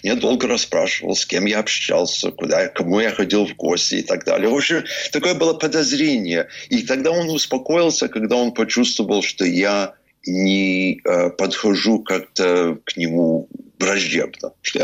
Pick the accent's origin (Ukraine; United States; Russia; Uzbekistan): United States; Vermont; в Вермонт, мой родной штат